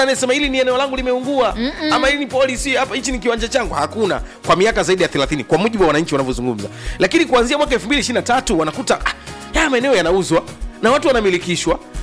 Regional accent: Makete, Njombe, Tanzania; natoka Makete kule. Kule Makete tuna kilimo cha miti, miti ya mbao.

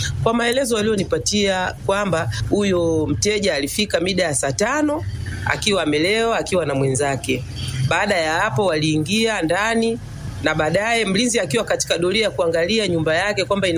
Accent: Bunda, Mara, Tanzania; natoka kata ya Bunda mjini, mtaa wa Nyerere.

